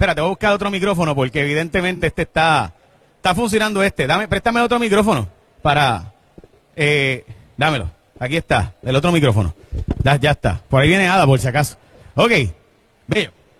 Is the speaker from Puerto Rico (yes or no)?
yes; San Lorenzo, Puerto Rico; Y yo soy de Jaguar, de San Lorenzo, para ser exacto, por si acaso.